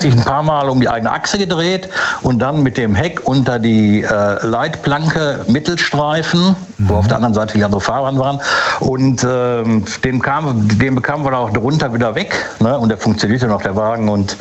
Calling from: Gelsenkirchen, North Rhine-Westphalia, Germany; Buhr, Gelsenkirchen.

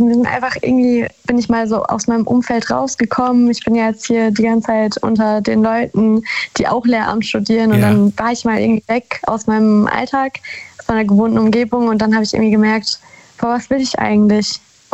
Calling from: Baden-Württemberg, Germany; Ich komme aus der Nähe von Karlsruhe.

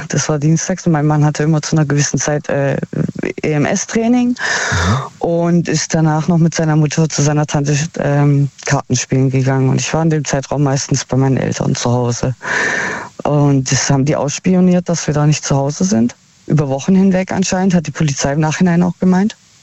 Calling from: Heilbronn, Baden-Württemberg, Germany; Aus Heilbronn.

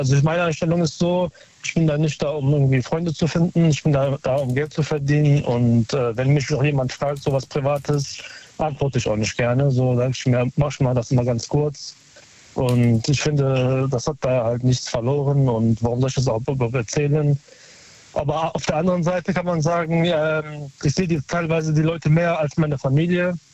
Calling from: North Rhine-Westphalia, Germany; Aus Nähe Köln.

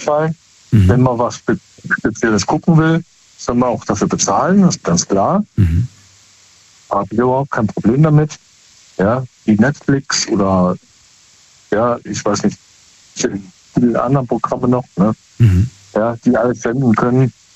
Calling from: Rhineland-Palatinate, Germany; Aus dem Hunsrück.

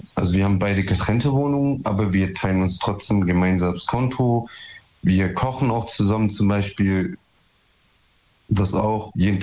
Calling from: Duisburg, North Rhine-Westphalia, Germany; Ich komme aus Duisburg.

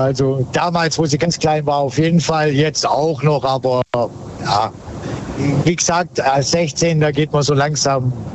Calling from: Baden-Württemberg, Germany; Ich komme aus dem Kreis Tübingen.

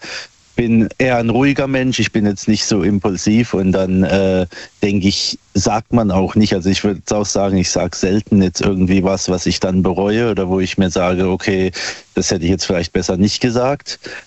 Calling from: Buchen, Baden-Württemberg, Germany; Aus Buchen im schönen Odenwald

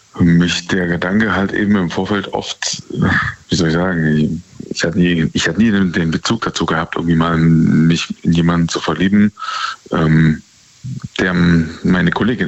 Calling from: Essen, North Rhine-Westphalia, Germany; Hi, ich bin aus Essen.

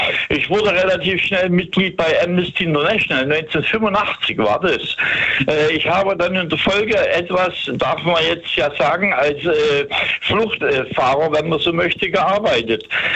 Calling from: Langenheim, Hesse, Germany; Ich bin jetzt hier in Hessen. In Langenheim, das ist eine kleine Stadt, das Frankfurt.

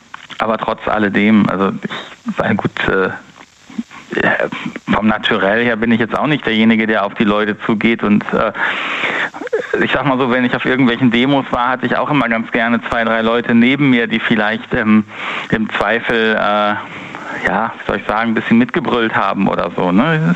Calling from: North Rhine-Westphalia, Germany; Ich komme aus dem Rhein-Sieg-Kreis.

